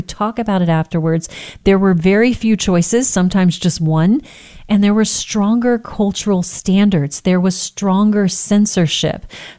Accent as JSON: {"language": "English", "region": "Texas", "country": "United States", "tie": "born or raised there", "said": "I grew up in Texas. That was a thing."}